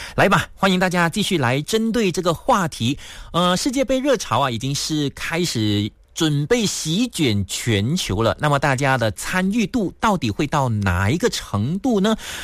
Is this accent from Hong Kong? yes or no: no; Malaysia; 所以很多我们马来西亚人呢都会追这个羽毛球比赛比较多